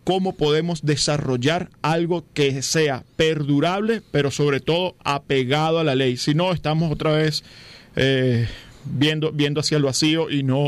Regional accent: Venezuela; lo estoy diciendo desde un contexto como venezolano. Es el momento de la nueva Venezuela

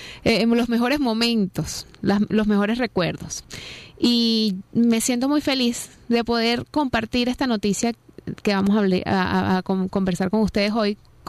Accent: Maracay, Aragua, Venezuela; esos recuerdos maravillosos de mi infancia en Maracay.

